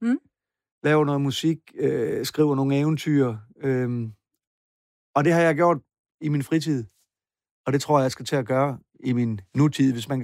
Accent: Pindstrup, Central Denmark Region, Denmark; also born or lived in Copenhagen; Jeg flyttede hjem fra København.

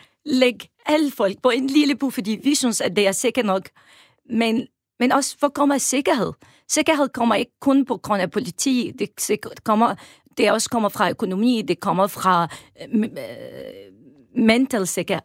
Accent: Homs, Homs Governorate, Syria; Danish is a second language; now in Denmark; Jeg kommer fra Homs

